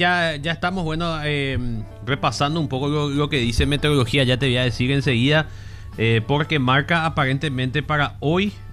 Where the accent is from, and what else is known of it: Paraguay